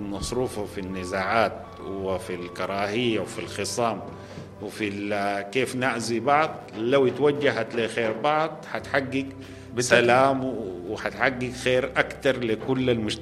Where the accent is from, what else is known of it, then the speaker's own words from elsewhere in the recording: Sudan; إحنا كسودانيين